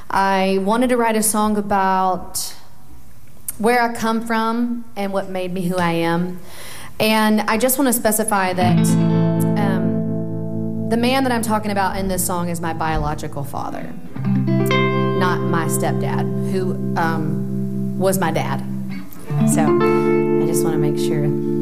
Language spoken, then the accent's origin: English; Alabama, United States; I am from Alabama